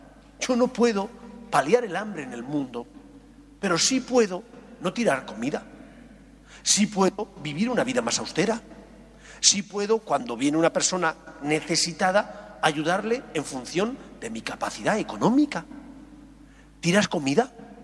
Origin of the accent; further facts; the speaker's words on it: Alicante, Valencian Community, Spain; now in Madrid, Spain; Yo soy un extranjero en esta tierra, porque soy de otro lugar, soy de Alicante. Y sin embargo, llevo más tiempo viviendo aquí que en Alicante, con lo cual ya me siento madrileño de adopción.